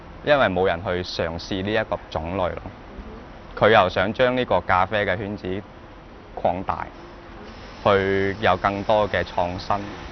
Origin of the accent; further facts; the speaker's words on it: Guangdong, China; 我们广东人